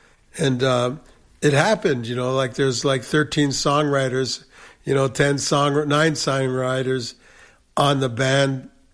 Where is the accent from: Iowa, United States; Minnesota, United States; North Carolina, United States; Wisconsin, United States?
Minnesota, United States; Parkville; moved away; I grew up in a little town called Parkville, which is a melancholy feeling because it isn't there anymore where I grew up.